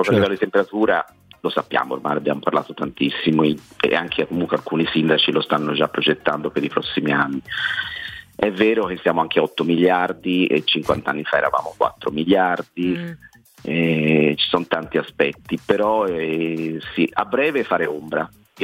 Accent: Florence, Tuscany, Italy; perché poi sono fiorentino

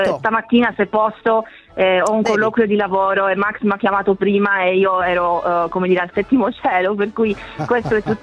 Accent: Sardinia, Italy; now in Glasgow, United Kingdom; No, in realtà io sono sarda e il mio sogno è di tornare in Sardegna.

